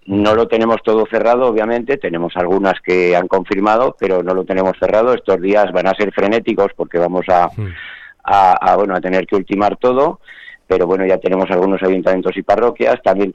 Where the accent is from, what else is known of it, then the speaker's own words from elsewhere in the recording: Huesca, Aragon, Spain; somos de Huesca.